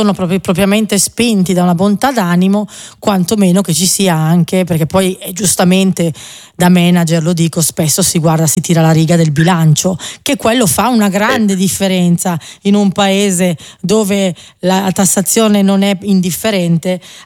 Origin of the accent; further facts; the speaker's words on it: Milan, Lombardy, Italy; Io sono di Milano